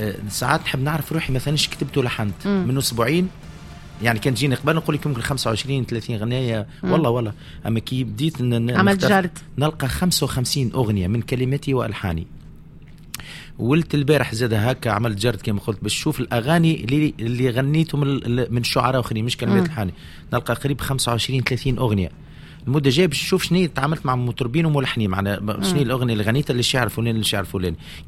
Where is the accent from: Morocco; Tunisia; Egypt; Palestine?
Tunisia; أنا فنان تونسي